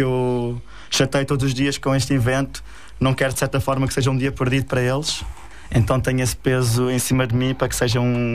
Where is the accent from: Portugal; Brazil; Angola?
Portugal; Ericeira, Lisbon; Eu nasci aqui na Ericeira.